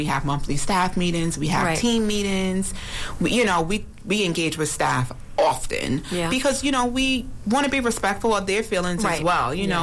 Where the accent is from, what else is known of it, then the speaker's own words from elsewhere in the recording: New York City, New York, United States; I'm from Brooklyn.